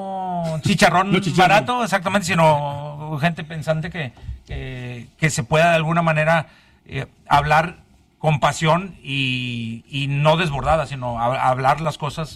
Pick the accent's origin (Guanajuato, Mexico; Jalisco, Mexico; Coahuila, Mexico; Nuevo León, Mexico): Nuevo León, Mexico; San Nicolás de los Garza; Ahí soy, sí. Por eso, digo, y soy de barrio porque pues vengo de San Nicolás, sí, de Las Puentes. De ahí soy.